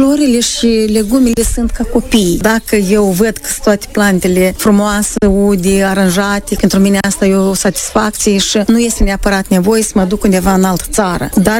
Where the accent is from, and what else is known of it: Moldova